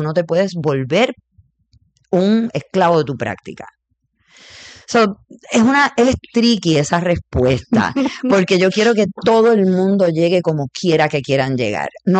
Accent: Puerto Rico; yo soy boricua

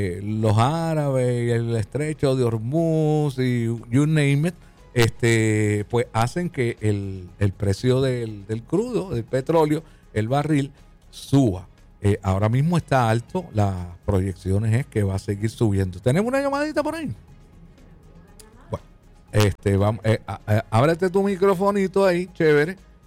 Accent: Puerto Rico

